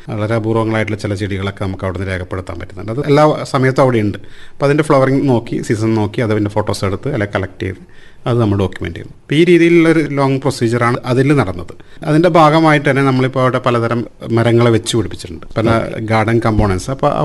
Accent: Pariyaram, Kerala, India; അപ്പോൾ ഞാൻ പരിയാരം സ്വദേശിയാണ്. അപ്പോൾ നമ്മൾ വൈകുന്നേരങ്ങളൊക്കെ പരിയാരത്ത് പണ്ടത്തെ TB സാനിറ്റോറിയം ഉള്ള സമയത്ത് വിശാലമായ കുന്നു

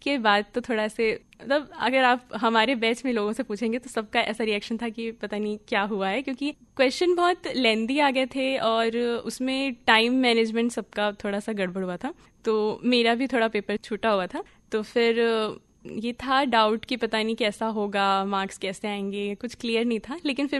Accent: Bastar, Chhattisgarh, India; मेरा जन्म यहाँ बस्तर में हुआ है। मेरा बचपन अगर मैं कहूँ तो डिमरापाल आश्रम में बीता है

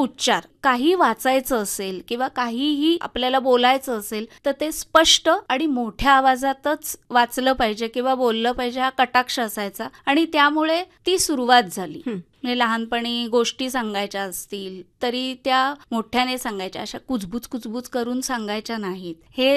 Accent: Chiplun, Maharashtra, India; तर त्या घरात माझा जन्म झाला। माझं सगळं लहानपण हे पूर्णपणे चिपळूणला गेलं

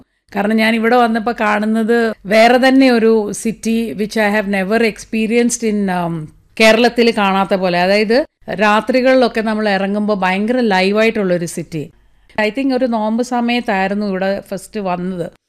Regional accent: Kerala, India; Actually മധ്യ തിരുവനന്തപുരത്തു നിന്നാണ് ഞാൻ വരുന്നത്. അപ്പോൾ കോട്ടയത്തെ ആ ഒരു ഭാഷാ രീതിയാണ് ഞാൻ അഡാപ്റ്റ് ചെയ്തത്.

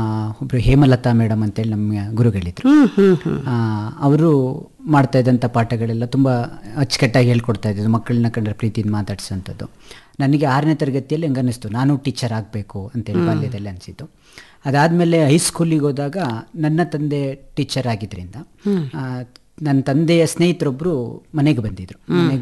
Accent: Santebachahalli, Karnataka, India; ಸಂತೆಬಚ್ಚರ್ಲಿ ನನ್ನ ಊರು.

